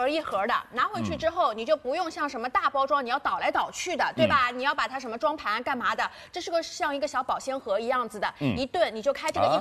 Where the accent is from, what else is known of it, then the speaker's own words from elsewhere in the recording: Shanghai, China; 我们上海人都喜欢吃冷的，